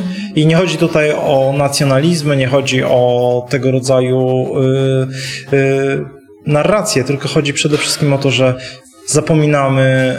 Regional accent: Podlaskie Voivodeship, Poland; Ale jestem stąd i dlatego piszę o tych miejscach.

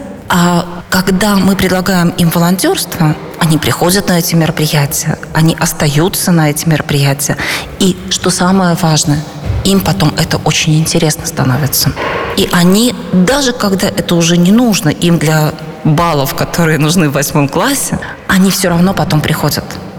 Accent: Belarus; moved away as an adult; мы белорусы, мы не можем жить в своей стране, мы вынуждены эмигрировать.

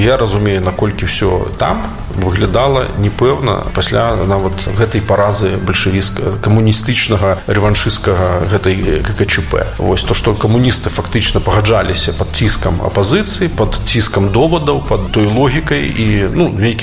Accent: Slawharad, Mogilev Region, Belarus; born or raised there

